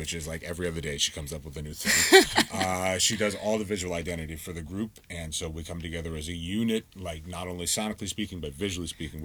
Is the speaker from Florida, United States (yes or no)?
yes; Miami, Florida, United States; hey, we have a Miami bass arrangement as well too, because we are from Miami